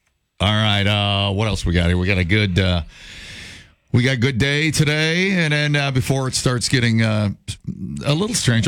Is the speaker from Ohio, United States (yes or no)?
yes; Ohio, United States; moved away; I'm from Ohio